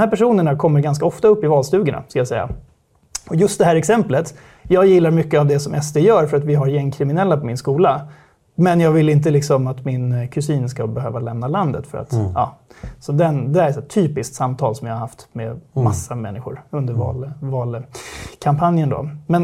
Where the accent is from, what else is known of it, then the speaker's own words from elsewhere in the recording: Stockholm, Stockholm County, Sweden; jag kommer från Stockholm, akademiker bakgrund, jag är jurist från början då